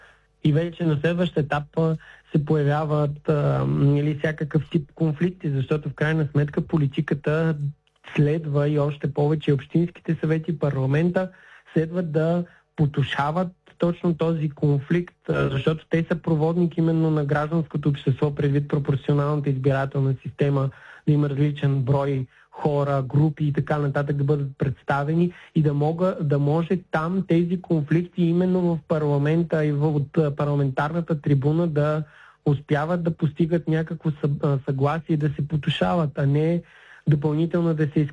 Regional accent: Varna, Varna Province, Bulgaria; аз самия съм от Варна

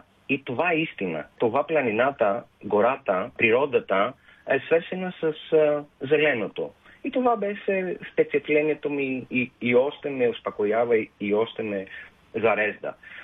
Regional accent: Athens, Attica, Greece; Bulgarian is a second language; Спрямо Атина. Аз съм от Атина.

